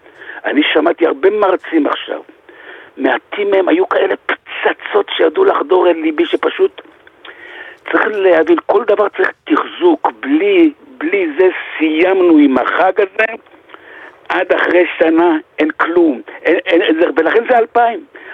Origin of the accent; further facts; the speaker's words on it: Bnei Brak, Tel Aviv District, Israel; אני בני ברקי והתפללתי בבית כנסת מאירב של פה בבית סילל.